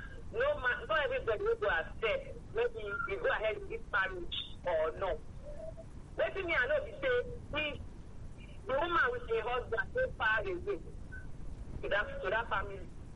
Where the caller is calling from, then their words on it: Ikorodu, Lagos, Nigeria; I'm from Ikorodu.